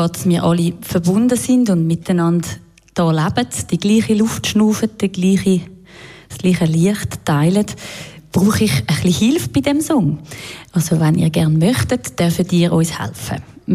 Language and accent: German; Winterthur, Zurich, Switzerland; born or raised there